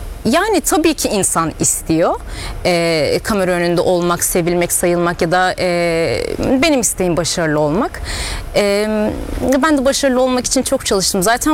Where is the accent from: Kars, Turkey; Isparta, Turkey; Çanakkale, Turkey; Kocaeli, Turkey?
Çanakkale, Turkey; Çan; moved away as an adult; now in Istanbul, Turkey; Çan ilçesinde büyüdüm.